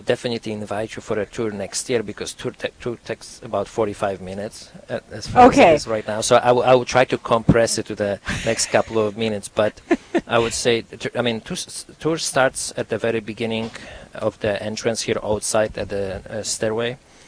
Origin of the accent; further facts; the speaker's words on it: Poland; now in United States; really want to emphasize that, yes, it's a sacramental tour because, you see, we are Catholics, and I grew up in Poland, in a Catholic country. When I arrived to the United States, I get to know many separated brothers or Protestants in a way.